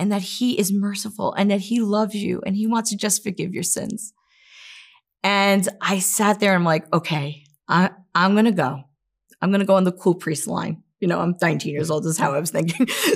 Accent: New York, United States; I'm from New York. We don't hug each other

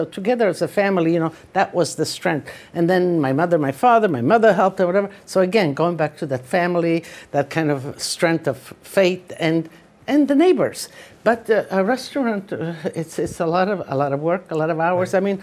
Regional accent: Istria County, Croatia; first language Italian; English is a second language; I come from Italy, a part of Italy that became communist Yugoslavia right after World War II. And, you know, we were caught behind the Iron Curtain, couldn't speak our language, Italian, we couldn't go to church and all that.

